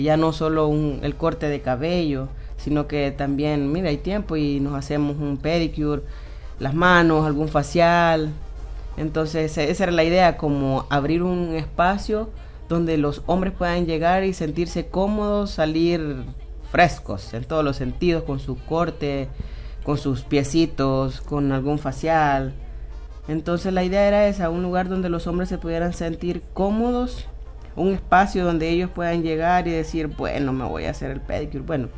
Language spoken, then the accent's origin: Spanish; San Salvador, El Salvador; now in Metapán, El Salvador; yo soy de San Salvador